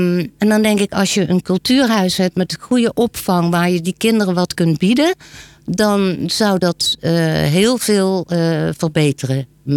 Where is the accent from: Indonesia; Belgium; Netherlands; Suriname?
Netherlands; Weert, Limburg; now in Bunschoten-Spakenburg, Netherlands; Ik kwam uit Weert, redelijke stad.